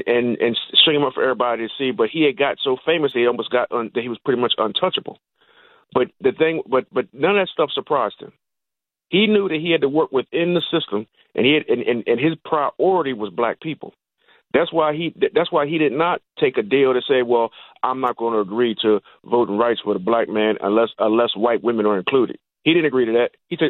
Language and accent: English; Maryland, United States; my hometown in Eastern Maryland.